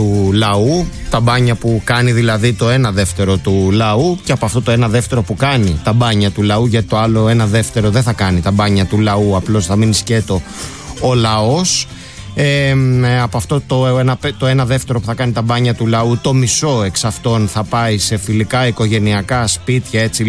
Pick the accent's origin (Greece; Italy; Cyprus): Greece; ως Έλληνες και Ελληνίδες